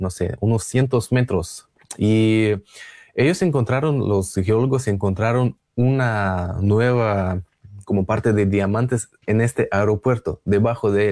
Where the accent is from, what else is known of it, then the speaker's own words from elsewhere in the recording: Russia; Spanish is a second language; Yo soy como ciudadano ruso, ni siquiera puedo tener acceso tampoco.